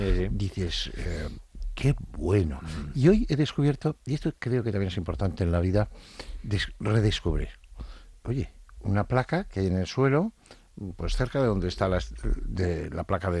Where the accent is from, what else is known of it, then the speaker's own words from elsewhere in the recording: Madrid, Community of Madrid, Spain; also born or lived in Estella; por unos padres que me llevaron a nacer a Estella, pero yo he vivido toda la vida en Madrid, en Chamberí.